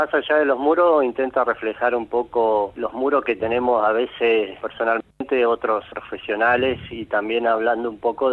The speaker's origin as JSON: {"language": "Spanish", "town": "Ibicuy", "region": "Entre Ríos", "country": "Argentina", "tie": "born or raised there"}